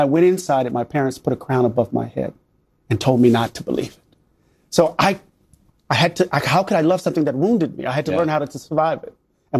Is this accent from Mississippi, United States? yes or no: yes; Moss Point, Mississippi, United States; I'm from Mississippi.